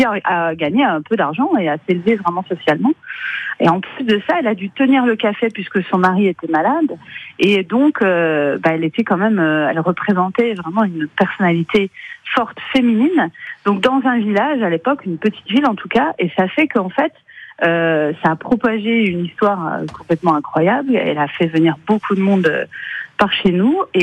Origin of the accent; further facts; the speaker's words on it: Thaon-les-Vosges, Grand Est, France; also born or lived in Épinal; Oui, tout à fait, je suis née à Épinal, mais j'ai grandi à Thaon et j'y vis toujours.